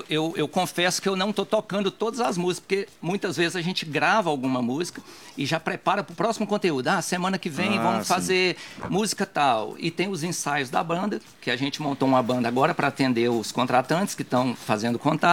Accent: Araguari, Minas Gerais, Brazil; Somos de Araguari, inclusive.

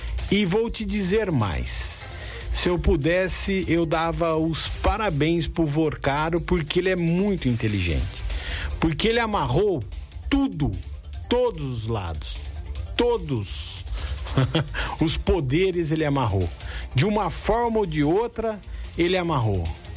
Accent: Brazil; E você, eu, que somos brasileiros

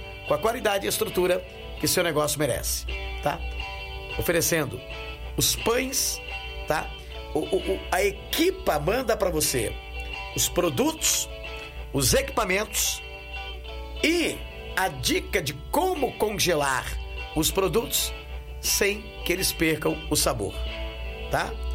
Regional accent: Araraquara, São Paulo, Brazil; Minha terra.

